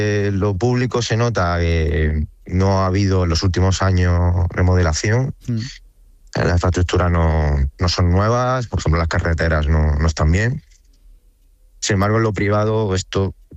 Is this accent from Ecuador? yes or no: no; Spain; Hay 5, somos 5 españoles en el cuerpo técnico también, que he intentado traer.